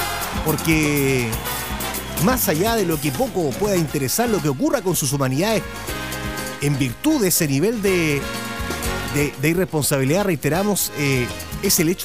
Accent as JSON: {"language": "Spanish", "town": "Hualpén", "region": "Biobío", "country": "Chile", "tie": "born or raised there", "said": "Son cerca de 40 kilómetros que tengo que conducir hasta mi tierra natal de Hualpén."}